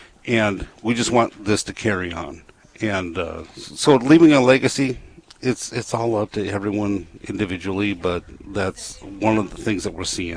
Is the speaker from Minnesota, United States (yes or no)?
yes; Moorhead, Minnesota, United States; I grew up in North Moorhead in St. Francis with my home parish